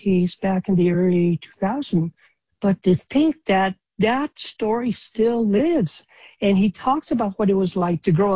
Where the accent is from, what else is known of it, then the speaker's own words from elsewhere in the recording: Antonito, Colorado, United States; I grew up in Antonito, you know? My dad had a nightclub. We did a lot of weddings and parties and all that. So we got to know the community.